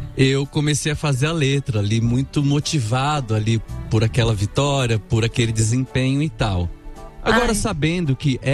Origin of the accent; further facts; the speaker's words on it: Brazil; e somos brasileiros, né, a nossa nação, a nossa natureza é da fraternidade, é da festa, é da fartura, é da alegria